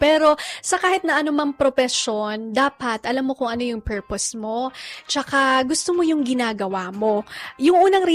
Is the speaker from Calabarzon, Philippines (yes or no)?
no; Cagayan Valley, Philippines; moved away; taga-Batanes ako.